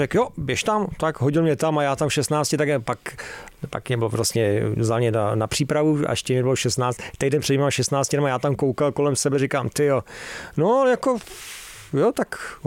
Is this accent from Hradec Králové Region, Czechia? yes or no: yes; Hradec Králové, Hradec Králové Region, Czechia; also born or lived in Havlíčkův Brod; jinak jsem vyrůstal v Hradci. Protože, a všichni si totiž spojují ještě jednu věc, já jsem vyrůstal v Hradci, narodil jsem se v Brodě, ale hrál jsem za Duklu Jihlava